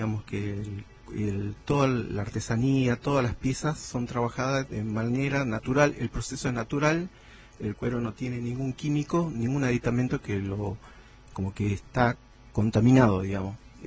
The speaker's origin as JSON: {"language": "Spanish", "town": "Guerrero", "region": "Jujuy", "country": "Argentina", "moved": "yes", "lives_now": "Palpalá, Argentina", "said": "yo actualmente vivo en Palpala, pero yo soy de Guerrero."}